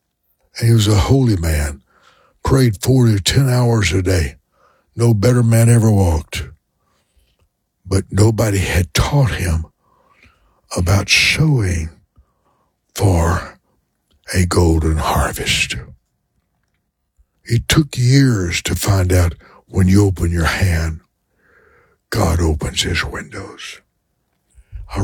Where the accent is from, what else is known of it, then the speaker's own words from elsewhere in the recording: Lake Charles, Louisiana, United States; I drive back home to my hometown where I was born, Lake Charles, Louisiana.